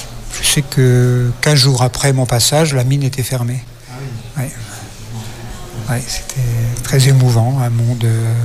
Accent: Centre-Val de Loire, France; now in Paris, France; Moi, je viens du Loiret, de la campagne, et puis je suis monté à Paris faire du cinéma

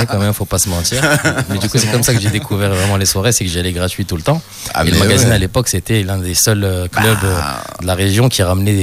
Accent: Morocco; moved away as an adult; now in Lille, France; je suis né, j'ai grandi au Maroc, je suis arrivé à Lille qu'à 18 ans.

